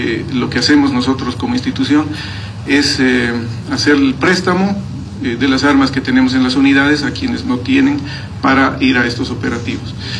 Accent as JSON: {"language": "Spanish", "country": "Bolivia", "said": "todos como bolivianos"}